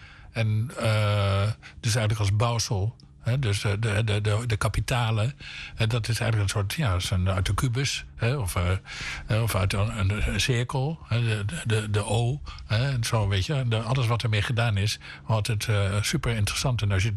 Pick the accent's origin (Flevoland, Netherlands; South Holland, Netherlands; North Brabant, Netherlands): South Holland, Netherlands; The Hague; Ik kom uit Den Haag, Voorburg Den Haag.